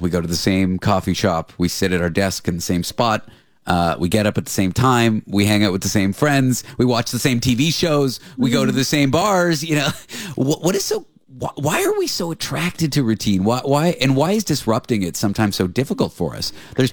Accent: Canada; My girlfriend's American. I'm Canadian.

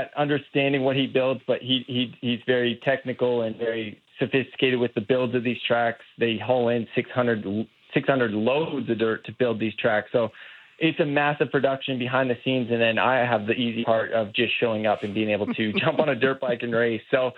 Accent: Canada; to kick it off here in my home country, no better place than Calgary, I'd say.

